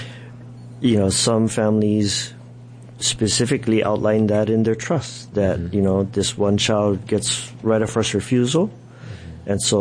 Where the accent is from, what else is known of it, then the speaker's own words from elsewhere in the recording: Hawaii, United States; I'm born and raised in Hawaii.